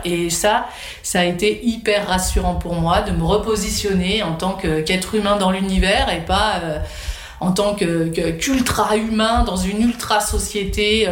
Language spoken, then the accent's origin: French; Lyon, Auvergne-Rhône-Alpes, France; born or raised there; moved away as an adult